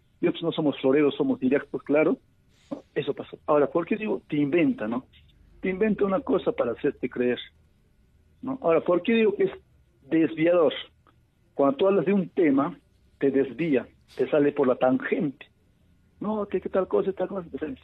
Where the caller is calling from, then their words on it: Juliaca, Puno, Peru; de Juliaca.